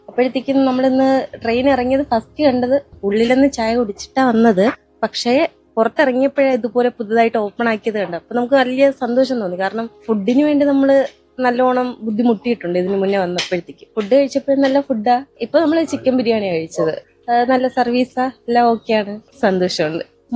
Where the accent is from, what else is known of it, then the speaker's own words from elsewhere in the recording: Thiruvananthapuram, Kerala, India; ഞാൻ ട്രിവാൻഡ്രത്ത് നിന്നാണ് വരുന്നത്.